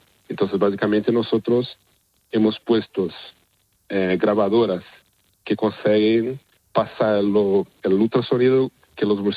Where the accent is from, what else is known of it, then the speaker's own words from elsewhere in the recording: Brazil; Spanish is a second language; Yo estaba en máster en Brasil, yo soy brasileño.